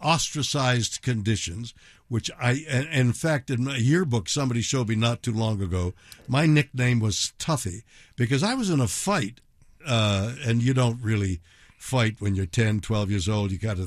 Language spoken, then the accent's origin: English; Montreal, Quebec, Canada; born there; Well, I was born in Montreal, French Canada, and there it's a very Catholic, it was in those years, very very enclosed.